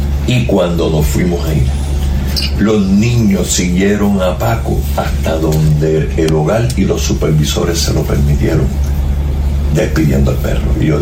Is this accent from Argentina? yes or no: no; San Juan, Puerto Rico; yo me acababa de mudar a donde yo vivo ahora temporalmente, que es al lado de mi madre, donde yo me crié en Puerto Nuevo